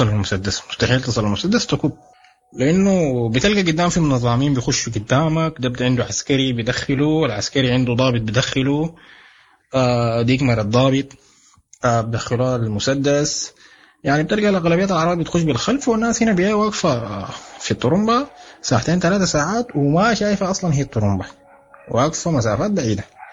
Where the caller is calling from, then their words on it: Omdurman, Khartoum, Sudan; انا مواطن من ام درمان